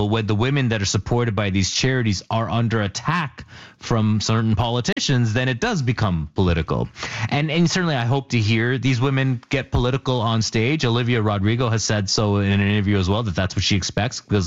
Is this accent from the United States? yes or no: no; Canada; what a time to be in the U.S. as a Canadian